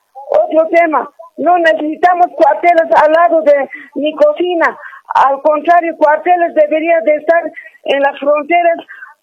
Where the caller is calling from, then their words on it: La Paz, Bolivia; Aquí de La Paz